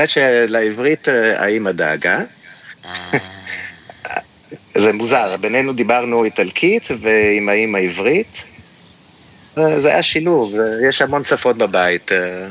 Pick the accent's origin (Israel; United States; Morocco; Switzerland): Switzerland; אני, האמת שאני לא שירתתי … באתי לשוויץ, הגעתי לשוויץ בגיל 7 וגדלתי פה כל חיי.